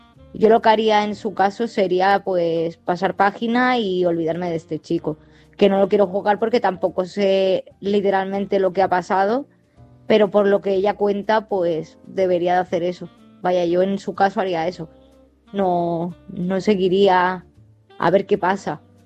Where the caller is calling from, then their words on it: Málaga, Andalusia, Spain; soy corresponsal de Málaga